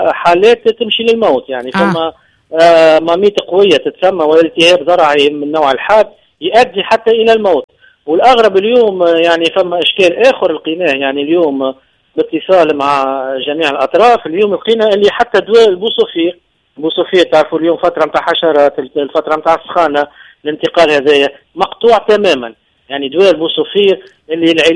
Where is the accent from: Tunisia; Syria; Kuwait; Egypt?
Tunisia; القطيع نتاعنا في تونس.